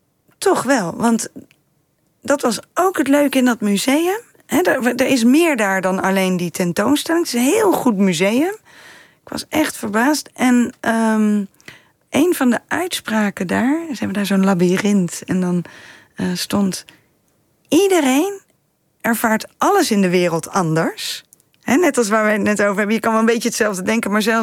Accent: Oosterhout, North Brabant, Netherlands; Ik ben opgegroeid in Oosterhout. En een van de dingen die ik heel zeker wist... was dat ik daar wegging.

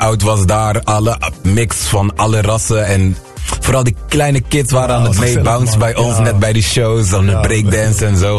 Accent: Aruba; born there

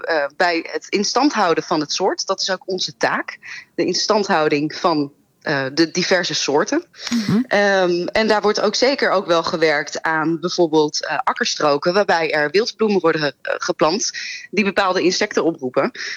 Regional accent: Gelderland, Netherlands; Ik ben opgegroeid in de Veluwse bossen. En ben daardoor altijd heel dicht bij de natuur geweest.

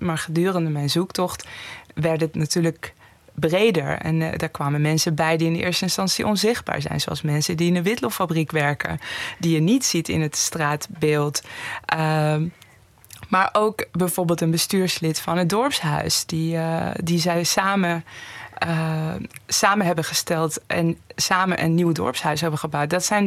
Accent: Tehran, Tehran Province, Iran; now in Netherlands; Ik had nog nooit in een kleine gemeenschap gewoond. Ik kom zelf uit Teheran, ik heb altijd in grote steden gewoond.

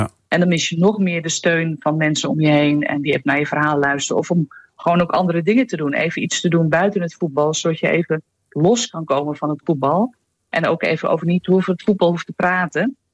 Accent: Netherlands; zijn we Nederlanders voor hun toch wel olifanten in een porseleinkast.

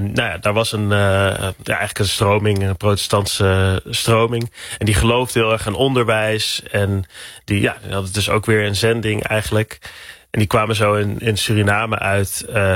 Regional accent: North Brabant, Netherlands; mijn Brabantse dorp waar ik opgroeide.

